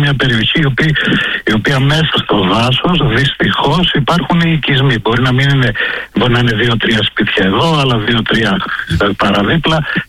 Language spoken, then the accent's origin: Greek; Central Macedonia, Greece; Κοιτάξτε, κατάγομαι από Χαλκιδική, γνωρίζω τη συγκεκριμένη περιοχή.